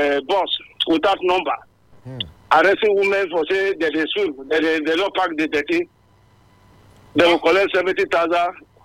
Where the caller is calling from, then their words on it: Edo, Nigeria; I'm from Edo State. I'm from Ekaconcentra.